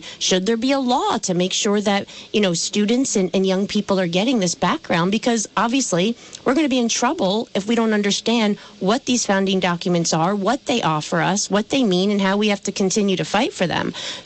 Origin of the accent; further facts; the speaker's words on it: Danville, Vermont, United States; last night I was at Senator Scott Beck's kickoff campaign party in Danville, my hometown, over in Vermont at Red Barn Brewing.